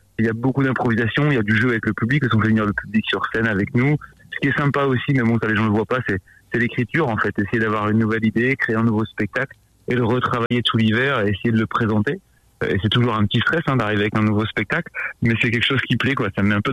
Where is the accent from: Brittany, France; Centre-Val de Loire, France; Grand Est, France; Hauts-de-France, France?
Hauts-de-France, France; Lille; now in Lourdes, France; On a déménagé à Lourdes il y a 4 ans. On vient de Lille